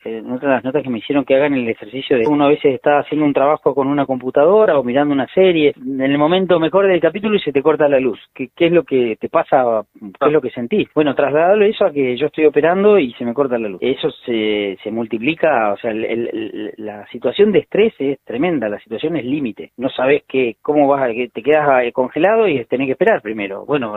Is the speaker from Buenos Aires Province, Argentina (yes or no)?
no; Esquel, Chubut, Argentina; todos los que somos de Esquel